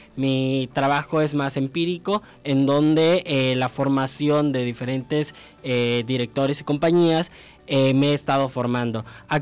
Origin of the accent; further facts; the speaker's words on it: Cárdenas, Tabasco, Mexico; now in Villahermosa, Mexico; Soy originario de Cárdenas, entonces allá inicio mi formación como actor en la compañía La Duce.